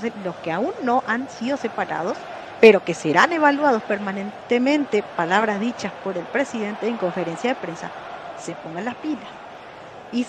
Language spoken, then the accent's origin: Spanish; Paraguay; este sufrido país llamado Paraguay